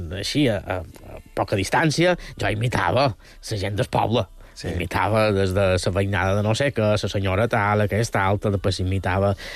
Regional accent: Banyalbufar, Balearic Islands, Spain; El meu poble, Banyabufar, som un poquet més originals

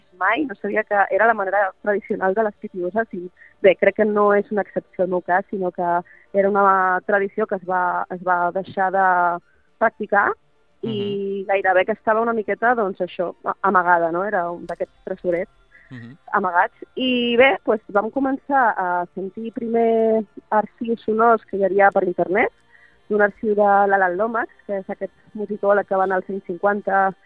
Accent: Ibiza, Balearic Islands, Spain; Perquè és veritat que jo soc eivissenca, sí, però de família que ve de fora.

